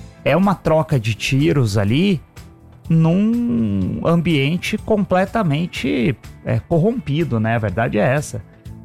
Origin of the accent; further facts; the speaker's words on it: Brazil; Então, realmente é uma situação muito delicada para nós, como brasileiros, que toma conta ali.